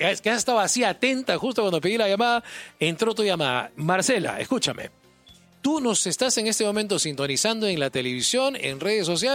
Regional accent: Peru; nosotros, los peruanos

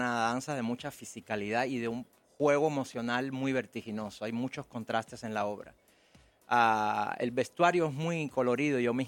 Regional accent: Peru; Y el resto peruanos, sí, la mayoría somos peruanos. Y yo que soy de varios lugares.

